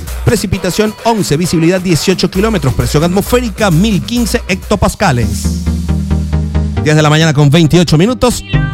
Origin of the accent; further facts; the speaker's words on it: Puerto La Cruz, Anzoátegui, Venezuela; En mi tierra natal, allá en Puerto La Cruz, en el estado Anzoátegui